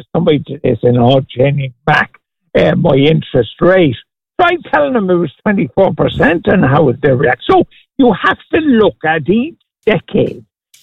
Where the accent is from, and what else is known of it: Cork, Munster, Ireland; born or raised there; now in Foxrock, Ireland